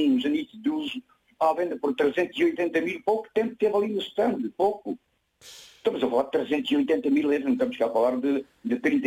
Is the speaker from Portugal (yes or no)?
yes; Almodôvar, Alentejo, Portugal; born there; que se costuma dizer que nasci mesmo em Almodóvar.